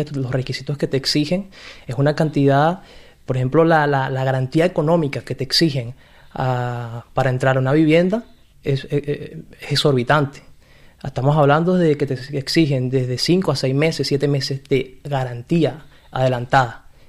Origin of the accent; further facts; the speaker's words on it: Venezuela; now in Spain; actualmente soy venezolano y actualmente estoy viviendo acá en España con mi familia.